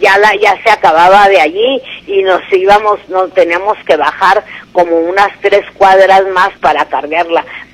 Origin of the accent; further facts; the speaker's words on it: Chihuahua, Mexico; moved away; yo nací en Chihuahua.